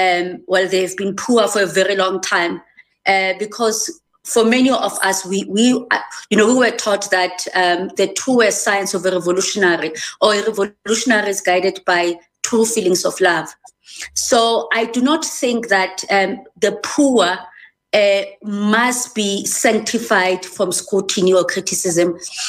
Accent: Soweto, Gauteng, South Africa; I grew up in Soweto, and I grew up in an area where Inkatha Freedom Party was mutilating and killing our people.

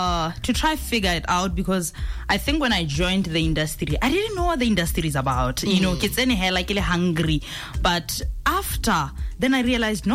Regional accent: Matabeleland South, Zimbabwe; I'm from Matangwani. I'm not from Matobo.

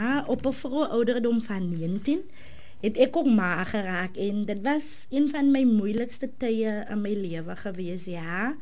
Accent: Oudtshoorn, Western Cape, South Africa; ek is een boerling van Oudtshoorn my hele leven lang.

